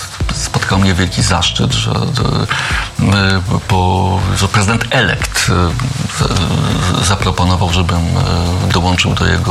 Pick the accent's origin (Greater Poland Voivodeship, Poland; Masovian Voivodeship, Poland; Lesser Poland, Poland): Lesser Poland, Poland; Kraków; Nie z południa, z Krakowa. Jestem z Pufcia Zwierzynieckiego, z Krakowa, no jasne.